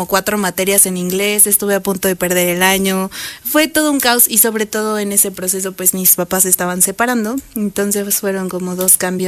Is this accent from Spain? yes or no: no; Puebla, Mexico; Sí, nací en la Beneficencia Española en Puebla. Nací a las 8 de la mañana, un 27 de febrero del 99.